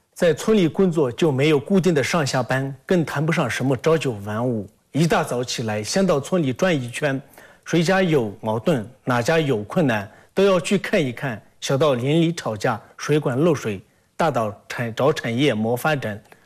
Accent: China; 我本身就是古城村土生土长的孩子，老家的山山水水我都熟，对这片土地有深厚的感情。

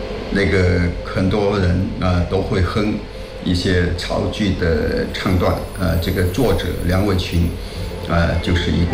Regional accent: Chaoshan, Guangdong, China; 在我们家乡那不用说

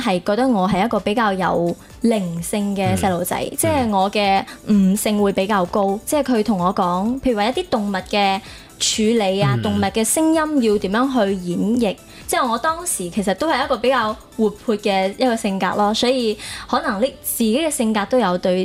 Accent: Guangzhou, Guangdong, China; 我就谂咗自己又系一个土生土长嘅广州人啦

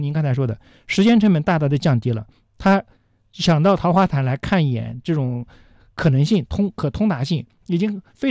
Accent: Fengyang, Anhui, China; moved away; 我的老家安徽凤阳

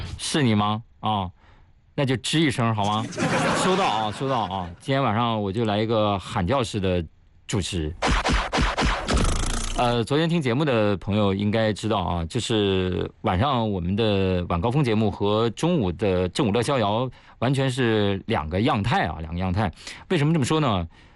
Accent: Shanxi, China; 因为我是山西人嘛

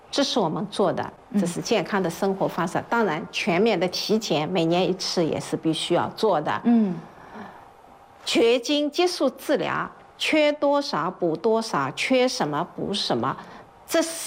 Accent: China; 我们中国人

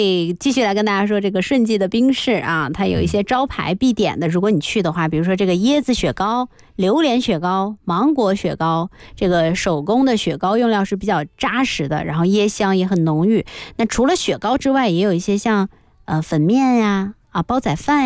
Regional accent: Guangzhou, Guangdong, China; 看来我是老广

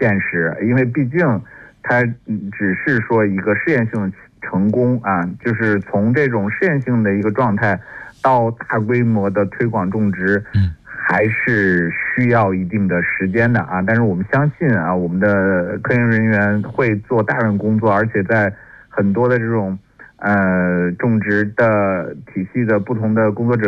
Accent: China; 这就会越来越适合我们中国人的咖啡杯了。

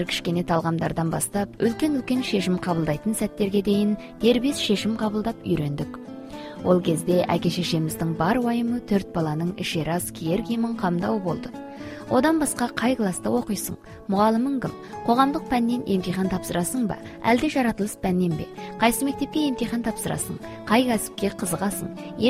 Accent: Nilka County, Xinjiang, China; moved away; Нұлқауданның Сарбұлақ деген шағын қыстағында қарапайым малшы отбасында туып өстім.

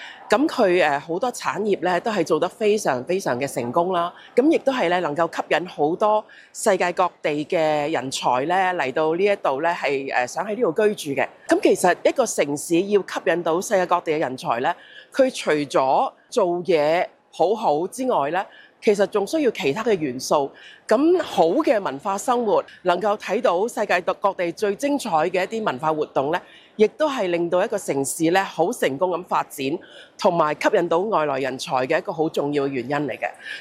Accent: Hong Kong; 我身为香港人啦，觉得好开心有咁好嘅合作嘅一个机会啦。

